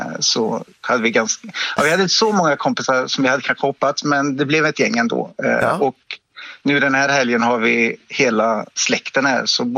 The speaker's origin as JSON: {"language": "Swedish", "town": "Arvika", "region": "Värmland", "country": "Sweden", "said": "jag kommer från Arvika i Värmland från början."}